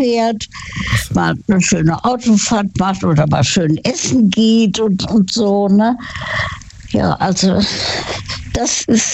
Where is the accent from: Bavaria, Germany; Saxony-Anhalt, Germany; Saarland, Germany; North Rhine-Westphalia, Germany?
Saarland, Germany; Ich komme aus dem Saarland.